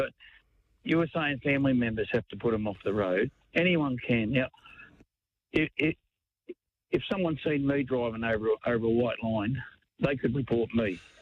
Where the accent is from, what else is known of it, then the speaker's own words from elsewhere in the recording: Warrnambool, Victoria, Australia; I'm from Warrnambool, from down this area.